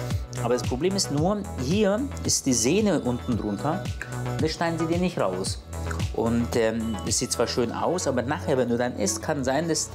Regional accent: Turkey; Ja, ich bin Türke, Knoblauch geht bei mir.

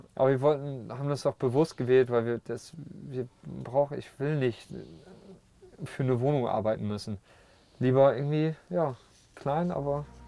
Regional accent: Friesland, Lower Saxony, Germany; wir kommen beide aus Friesland, wir sind hier heimisch

